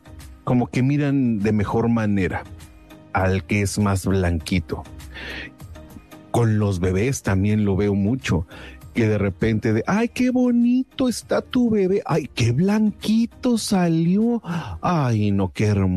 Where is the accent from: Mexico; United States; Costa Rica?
Mexico; los que somos mexicanos sabemos de los whitexicans, y normalmente a los que somos de piel más oscura nos dicen nacos, nos dicen feos, nos dicen prietos.